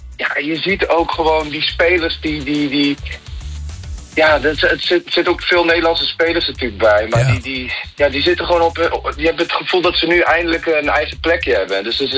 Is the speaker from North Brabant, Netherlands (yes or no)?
yes; Waalwijk, North Brabant, Netherlands; born or raised there